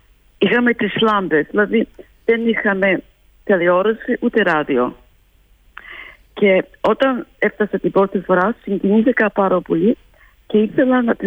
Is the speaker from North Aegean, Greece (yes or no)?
yes; Anemotia, North Aegean, Greece; moved away; Και το χωριό μου το πολύ το αγάπησα.